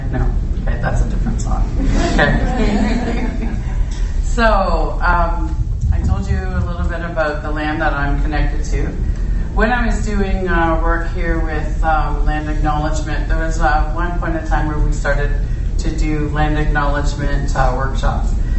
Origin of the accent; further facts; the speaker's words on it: Toronto, Ontario, Canada; moved away as an adult; now in Ganadagai (Ontario), Canada; I was born and raised in Toronto. Right in old Cabbage Town, right downtown, a really historical part of Toronto. I loved it, born and raised there, left when I was 22.